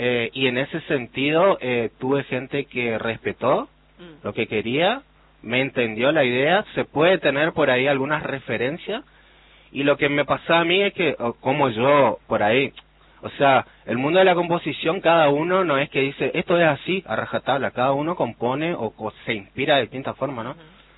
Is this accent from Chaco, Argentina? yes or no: yes; Resistencia, Chaco, Argentina; soy de acá, de Resistencia.